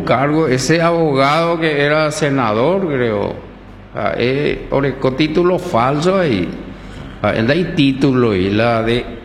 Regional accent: Horqueta, Concepción, Paraguay; Yo soy paraguayo 100%, pero 1000% orqueteño y vengo como orqueteño

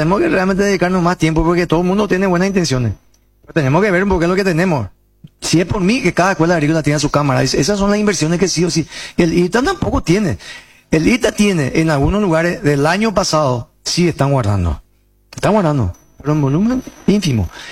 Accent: Paraguay; nosotros somos más paraguayos que la mandioca

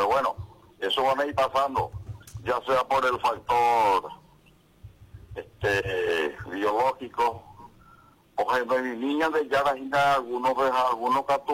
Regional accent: San Bernardino, Cordillera, Paraguay; yo soy de San Bernardino, oriundo de ahí.

